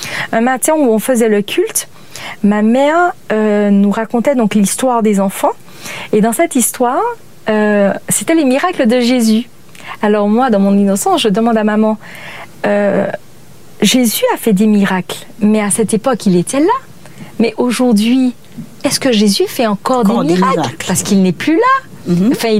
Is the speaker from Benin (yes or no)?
no; Le Vauclin, Martinique; born there; also born or lived in Venezuela; j'ai grandi d'abord au Venezuela et ensuite en Martinique, où je suis venue habiter avec ma mère et mon frère. Mmh. Et quand nous sommes arrivés en Martinique, donc nous avons habité sur le Vauclin.